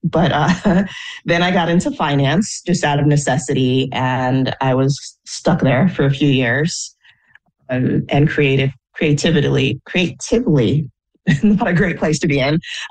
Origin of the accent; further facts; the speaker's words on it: Omaha, Nebraska, United States; So I'm from Omaha, Nebraska.